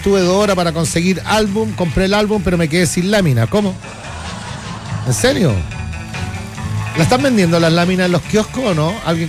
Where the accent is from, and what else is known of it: Chile